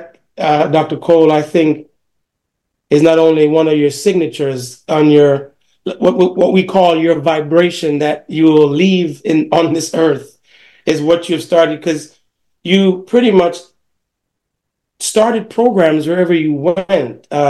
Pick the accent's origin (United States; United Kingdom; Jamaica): Jamaica; But growing up in Jamaica, that was part of our English literature